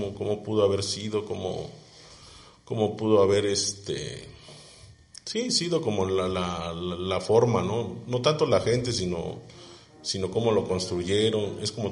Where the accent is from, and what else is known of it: Oaxaca, Mexico